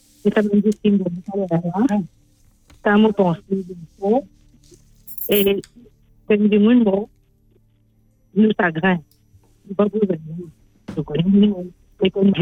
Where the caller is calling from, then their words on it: Port Louis, Mauritius; de Port-Louis.